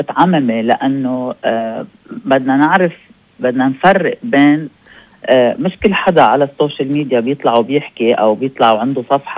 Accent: Lebanon; also born or lived in Canada; now in United States; أنا أول شيء خلقت هوني كيندا بكندا. ليش بدي أقلبها كيندا كندية لبنانية منا أمريكية؟

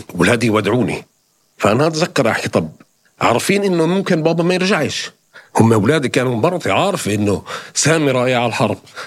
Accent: Palestine; انا كفلسطيني برضو عشت حروب وبرضو تحت الاحتلال

